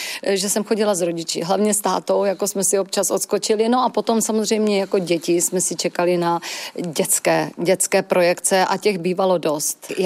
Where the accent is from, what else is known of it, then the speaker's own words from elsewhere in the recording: Vyškov, South Moravian Region, Czechia; born there; moved away as an adult; já jsem původně z Vyškova, ale v 91. roce jsem odešla úplně do zahraničí